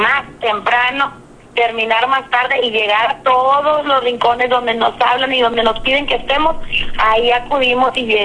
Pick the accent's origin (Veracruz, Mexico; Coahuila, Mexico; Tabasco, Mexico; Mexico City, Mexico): Coahuila, Mexico; somos los coahuilenses, somos los habitantes del Distrito 3